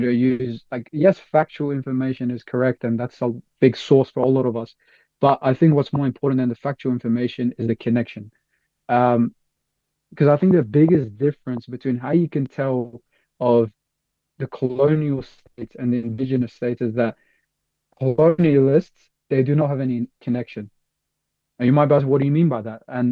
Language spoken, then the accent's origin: English; Australia; especially growing up in Australia